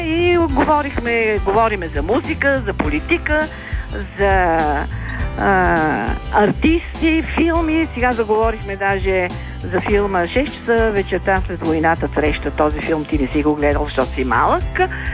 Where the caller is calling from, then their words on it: Sofia, Sofia City, Bulgaria; съм от София.